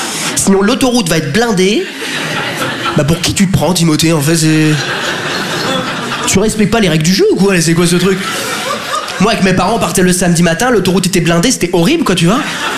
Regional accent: France; Je lui dis, mais papa, mais on est de France.

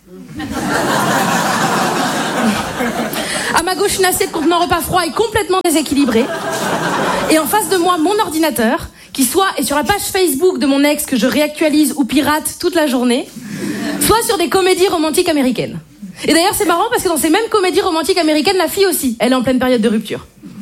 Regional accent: Brittany, France; Je suis bretonne.

